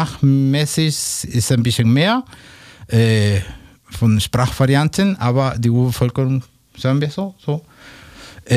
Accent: Mexico; German is a second language; Ich bin Mexikaner.

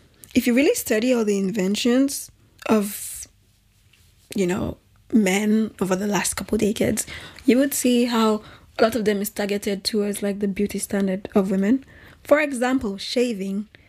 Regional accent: Nigeria; moved away; I grew up in Nigeria and we didn't usually shave legs. When I moved to Europe, I saw that people shave legs.

